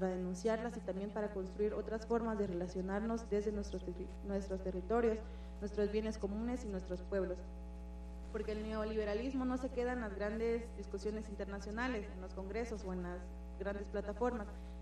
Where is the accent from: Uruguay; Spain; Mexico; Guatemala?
Guatemala; en el caso de las compañeras que somos de Guatemala